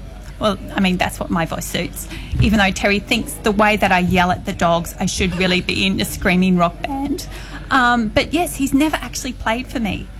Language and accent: English; Ireland; now in Australia; I'm Irish